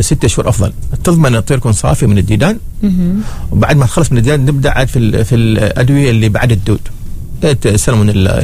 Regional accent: Saudi Arabia; يعني مثل عندنا في المملكة العربية السعودية.

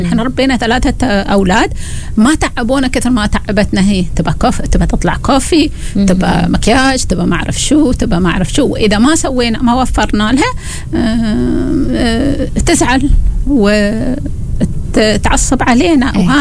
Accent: Oman

